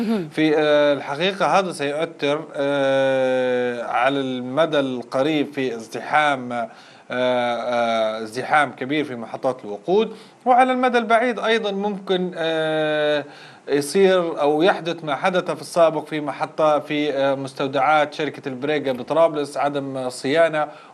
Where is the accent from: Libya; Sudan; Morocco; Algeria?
Libya; انتظرنا كليبيين وكمهتمين بالشأن الاقتصادي وصحفيين